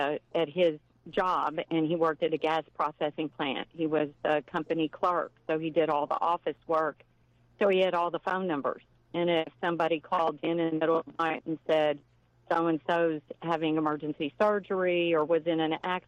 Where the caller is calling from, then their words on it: Sealy, Texas, United States; I'm actually from Sealy, Texas, which is about 20 miles east of Columbus. It's also on Interstate 10